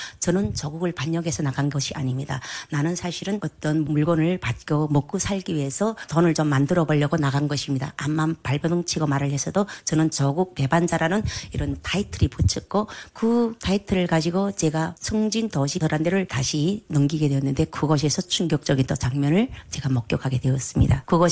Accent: North Korea; now in South Korea; 저는 대한민국에 들어오기 전에 북한 땅에서는 북한에서 말하는 빨갱이 집안에서 자랐던 사람입니다.

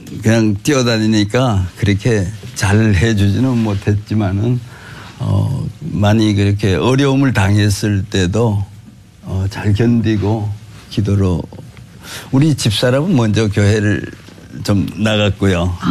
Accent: Taebaek, Gangwon, South Korea; 셋째인데 제 고향은 강원도라고 그러는 거죠. 태백이라고. 단광촌에서 태어나서 거기서 초중고 다 나오고

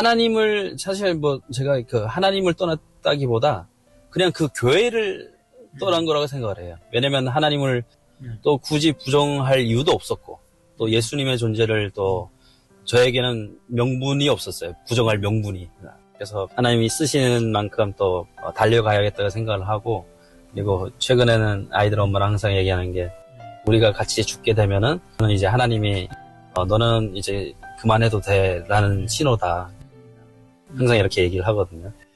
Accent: China; now in South Korea; 그 벌써 제가 중국 한국에 온 지도 20몇 년이 됐거든요. 근데 중국에서부터 불렀던 찬양이 하나 있어요.

